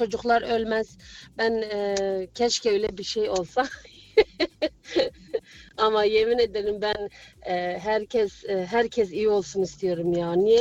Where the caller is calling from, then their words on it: Frankfurt, Hesse, Germany; ben Frankfurt'tan, aynen, ben sizi her zaman dinliyorum.